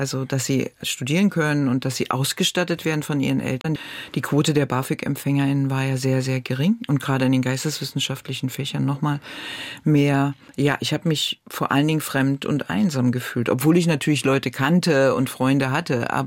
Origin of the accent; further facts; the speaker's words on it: Berlin, Germany; Ich bin an der Mauer groß geworden.